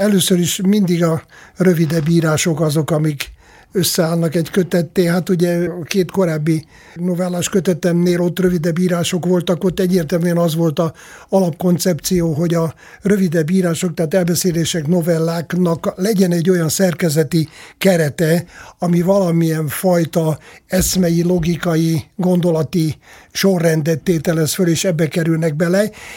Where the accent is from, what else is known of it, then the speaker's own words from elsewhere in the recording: Szeged, Csongrád-Csanád, Hungary; én ugye már Szegeden születtem, és én külvárosban nőttem föl. Ez a külváros, a Rókus nevű külváros a Szegednek, ez leginkább itt Pesten Angyalföldhöz lehet-e hasonlítani